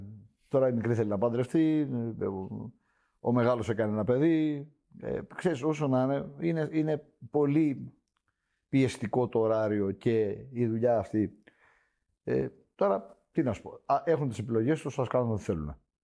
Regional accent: Crete, Greece

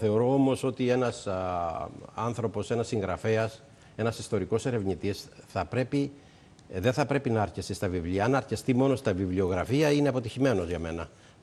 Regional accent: Crete, Greece; Η Κρήτη είναι η πατρίδα μου που την αγαπώ ιδιαίτερα. Ο τόπος που γεννήθηκα και μεγάλωσα και έζησα σχεδόν όλα μου τα χρόνια.

